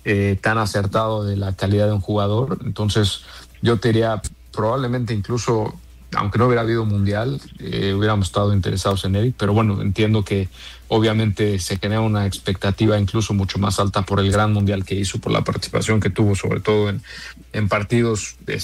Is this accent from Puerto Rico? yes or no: no; Mexico; por el hecho de ser mexicano